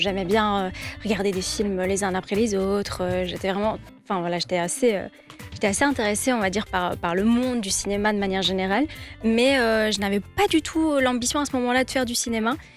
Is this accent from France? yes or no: no; Belgium; Alors que non, en fait, on est belge. On a des nationalités, il y en a qui ont grandi en Belgique, qui sont nés en Belgique